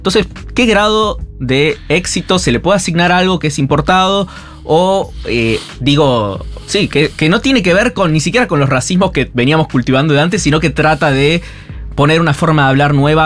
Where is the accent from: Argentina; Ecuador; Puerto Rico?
Argentina; General Roca, Río Negro; moved away; also born or lived in Córdoba, Argentina; yo crecí en Río Negro, en General Roca, Ofisque Menuco